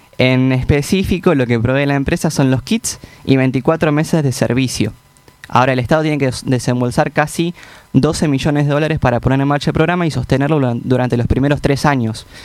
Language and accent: Spanish; General Rodríguez, Buenos Aires Province, Argentina; yo soy de Rodríguez, antes nos llegaban las empresas de fibra óptica y teníamos que pagar internet satelital por paquete de datos, como si fuera el celular.